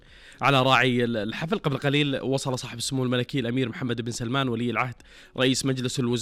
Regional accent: Saudi Arabia; علينا كسعوديين

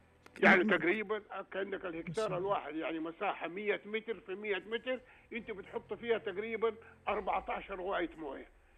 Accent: Saudi Arabia; إحنا عندنا الأمطار في المملكة العربية السعودية بتختلف من منطقة أخرى

